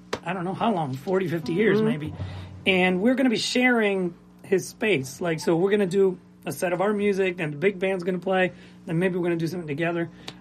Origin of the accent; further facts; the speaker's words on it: Lima, Peru; No, Lima.